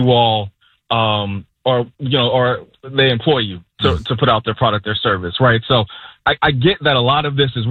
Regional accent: St. Petersburg, Florida, United States; I'm born and raised in St. Pete. I'm 40 years old.

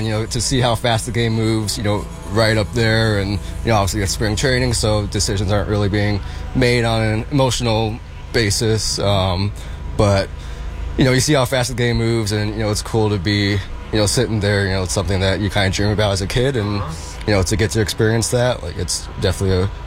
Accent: San Jose, California, United States; Growing up in the Bay Area, you know, there's a lot of, you know, good baseball teams around.

